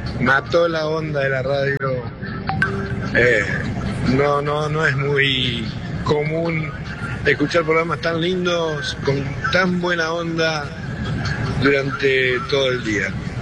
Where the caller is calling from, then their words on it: San Genaro, Santa Fe, Argentina; de San Genaro.